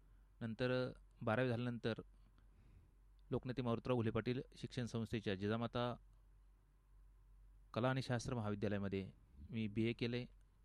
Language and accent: Marathi; Dahegaon Ne, Maharashtra, India; मी मूळचा दहेगावने, तालुका शेवगाव, जिल्हा अहिल्यानगर येथील असून माझं बालपण दहेगावने या गावीच गेलं. जायकवाडीचा बॅकवॉटरचा जो भाग म्हणतो आपण, त्या धरणग्रस्त परिसरातला मी आहे.